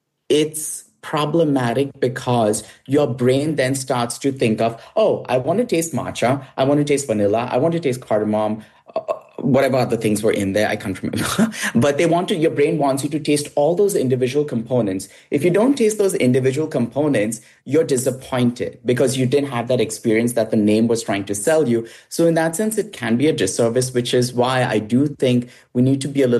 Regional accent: India; moved away; I grew up in India

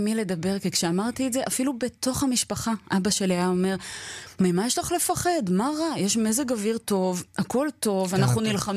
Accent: Tel Aviv, Tel Aviv District, Israel; שלומי כתל אביבית, הוא לא שלומה של בדודה שלי ובעלה שהם אלף ימים במילואים.

